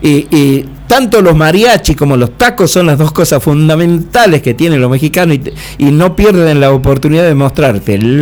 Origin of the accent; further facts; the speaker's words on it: Argentina; los mexicanos tienen casi las mismas costumbres que nosotros los argentinos